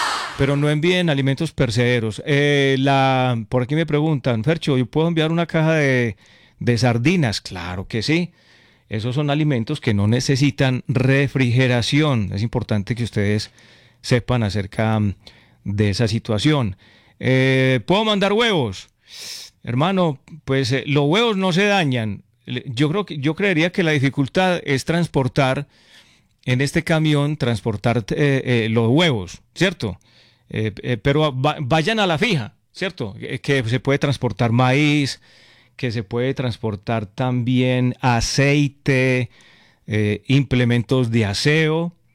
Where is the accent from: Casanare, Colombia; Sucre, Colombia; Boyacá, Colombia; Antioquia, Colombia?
Antioquia, Colombia; Concordia; Como ustedes saben, ella vive en Concordia, yo soy del pueblo, yo soy de Concordia.